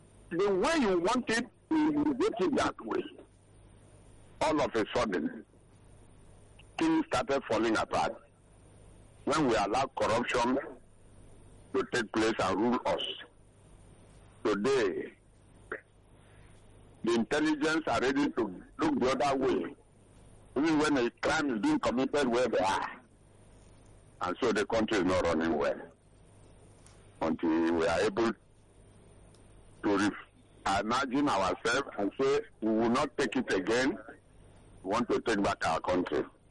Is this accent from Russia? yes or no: no; Nigeria; When I was growing up in Nigeria, when the systems were working, we could have one product.